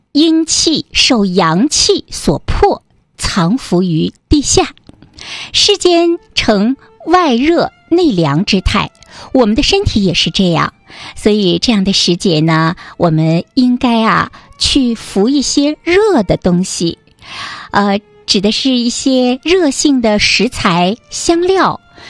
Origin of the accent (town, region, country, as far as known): Northeast China, China